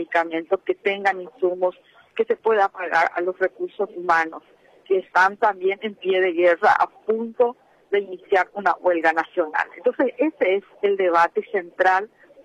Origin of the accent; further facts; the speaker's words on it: Paraguay; somos paraguayos, somos gloriosos, somos el país gigante